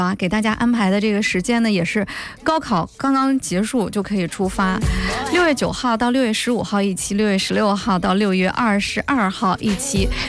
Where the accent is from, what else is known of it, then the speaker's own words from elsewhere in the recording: Shandong, China; 齐鲁青未了，热情又好客，善良没得说，这就是咱们山东人。